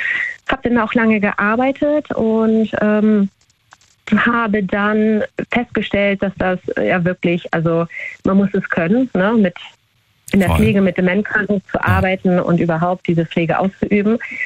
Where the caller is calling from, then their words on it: Hamburg, Germany; Ich komme aus Hamburg und ich habe die Sendung gehört und habe gedacht, ich rufe einfach mal